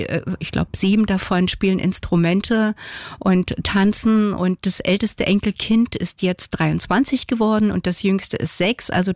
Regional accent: Saxony, Germany; Und ich grüße ganz herzlich meine alte Heimat in Sachsen

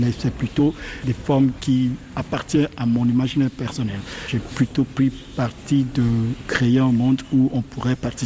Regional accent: Togo; also born or lived in Abidjan, Côte d'Ivoire; now in France; Mais oui, je viens du Togo.

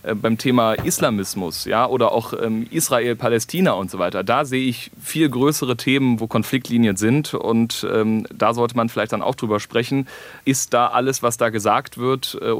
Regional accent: West Germany, Germany; ich komme aus Westdeutschland

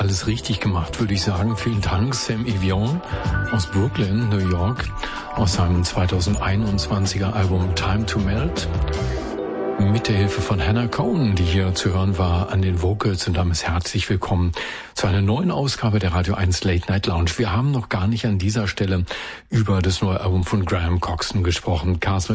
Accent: Weserbergland, Germany; da wegkommt, wo ich auch herkomme, aus dem Weserbergland

